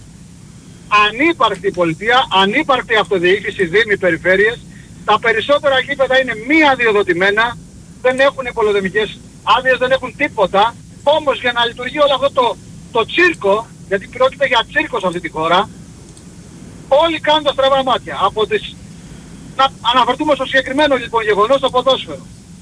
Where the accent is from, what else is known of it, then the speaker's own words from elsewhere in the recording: Chania, Crete, Greece; Σάβα, είμαι από Χανιά.